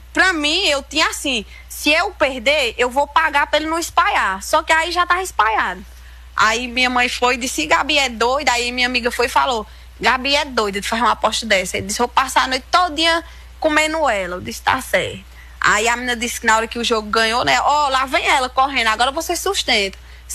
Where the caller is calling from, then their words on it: Brazil; Eu sou brasileira